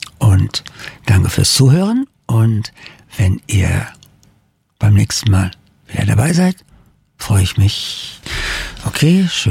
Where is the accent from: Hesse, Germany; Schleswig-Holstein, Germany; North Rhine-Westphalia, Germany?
Hesse, Germany; Darmstadt; geht die Sonne unter, hinter den Darmstädter Palmen. Ein plässlich rosa Himmel und ich freue mich an meiner Heimatstadt.